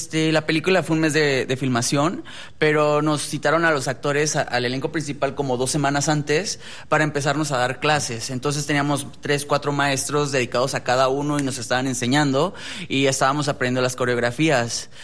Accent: Los Cabos, Baja California Sur, Mexico; Mi familia es de Los Cabos, yo soy de allá de Los Cabos.

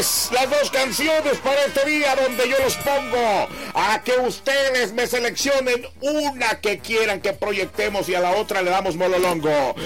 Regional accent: Mexico

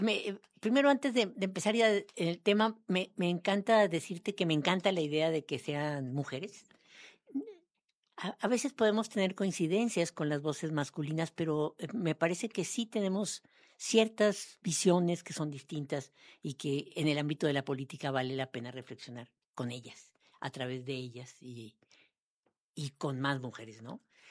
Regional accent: Querétaro, Mexico; born there; en el lugar donde yo nací, aquí en Querétaro

